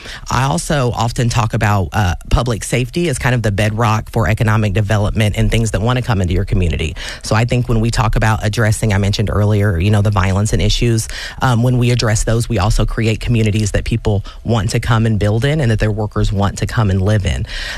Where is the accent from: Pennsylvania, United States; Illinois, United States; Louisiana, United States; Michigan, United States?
Illinois, United States; Danville; moved away as an adult; now in Champaign County, United States; I'm born and raised in Danville, so I was new to this community.